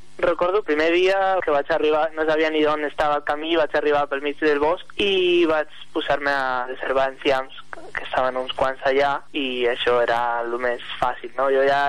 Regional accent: Madrid, Community of Madrid, Spain; moved away; Jo soc de fora, soc de Madrid

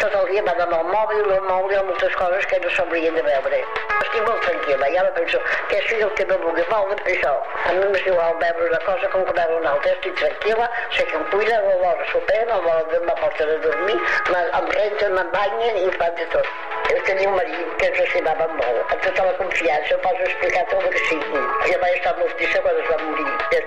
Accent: Tàrrega, Catalonia, Spain; moved away as an adult; now in Barcelona, Spain; Tardera, el meu poble, per la meva família, tenia un negoci de pa

